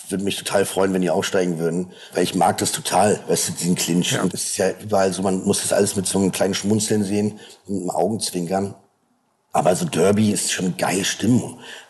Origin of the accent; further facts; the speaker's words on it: Berlin, Germany; natürlich als Berliner hörst du die dann manchmal schon dann an, von den Berliner Jungs